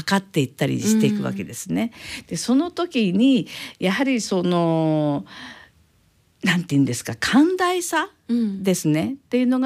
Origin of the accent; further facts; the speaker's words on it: Hokkaido, Japan; born there; あの言った通り私北海道生まれ、太平洋側ですよね、うん、日本側で海側で生活するっていうのは本当初めてなので